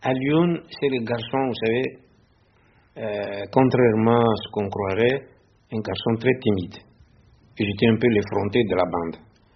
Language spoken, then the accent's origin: French; Madagascar; Les noms homonymes, ça existe beaucoup en Afrique, n'est-ce pas, comme chez nous à Madagascar.